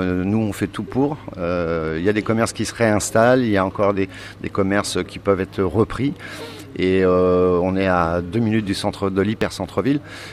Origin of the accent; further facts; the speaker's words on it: Rouen, Normandy, France; Et comme je suis natif de Rouen, j'ai choisi la Normandie.